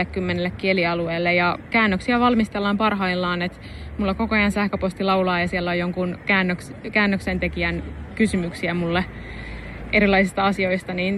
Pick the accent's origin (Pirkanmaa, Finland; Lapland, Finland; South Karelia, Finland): Pirkanmaa, Finland; Valkeakoski; moved away; Mä oon kotoisin Valkeakoskelta Suomesta, siellä mä oon syntynyt, nykyään mä asustelen sitten muualla.